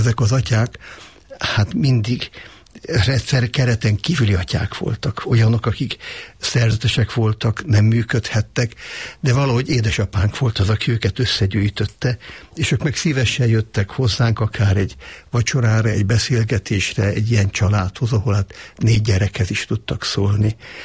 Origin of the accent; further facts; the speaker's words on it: Budapest, Hungary; már mondhatom, hogy jelenleg az ötödik generációban élünk a 8. kerületben, a tisztviselőtelepen. Ott születtem, ott nőttem föl 4 testvéremmel együtt